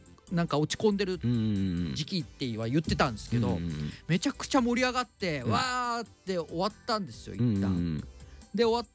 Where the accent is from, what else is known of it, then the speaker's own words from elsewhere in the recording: Okinawa, Japan; moved away; 僕の地元に